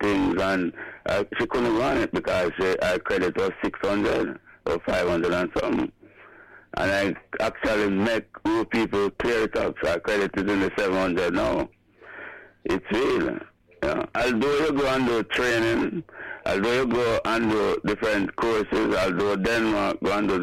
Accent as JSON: {"language": "English", "country": "Jamaica", "said": "I am a Jamaican, and I please the work what you're doing for Jamaica."}